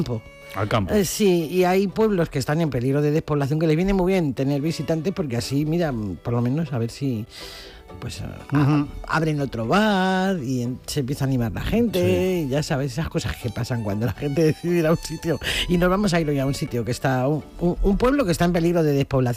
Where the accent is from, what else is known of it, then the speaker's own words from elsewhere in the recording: Spain; Yo soy española